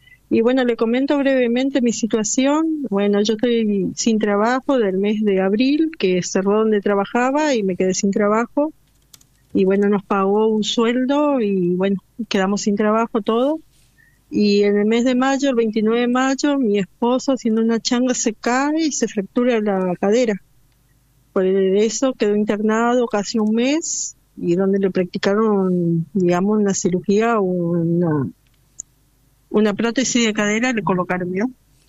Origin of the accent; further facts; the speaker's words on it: Almirante Brown, Buenos Aires Province, Argentina; Soy de Almirante Brown.